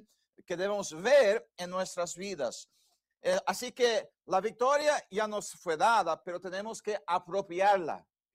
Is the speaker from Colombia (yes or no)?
no; Brazil; moved away; la mayoría sabe que yo fui criado en Brasil.